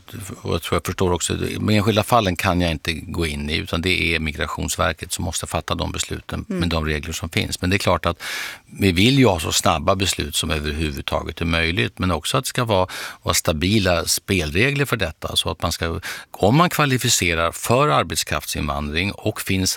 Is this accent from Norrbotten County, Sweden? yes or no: no; Lund, Skåne, Sweden; born there; Ja, min födelsestad.